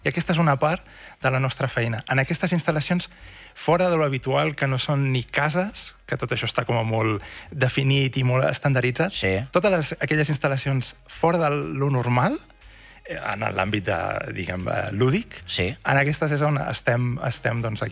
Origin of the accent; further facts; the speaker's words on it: Tarragona, Catalonia, Spain; jo sóc de Tarragona.